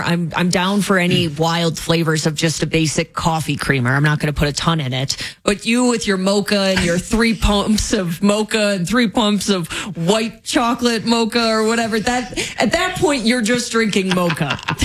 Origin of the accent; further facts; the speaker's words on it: Michigan, United States; moved away; growing up in Michigan.